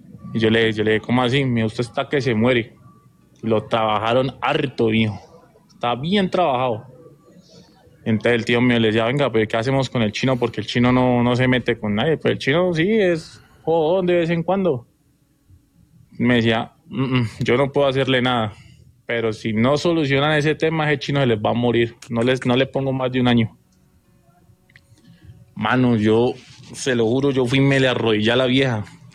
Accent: Llanos Orientales, Colombia; now in Bogotá, Colombia; Yo soy oriundo de los Llanos Orientales, pero en ese momento vivo en Bogotá.

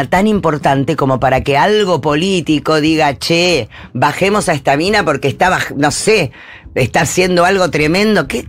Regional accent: Buenos Aires, Argentina; que vengo de Floresta

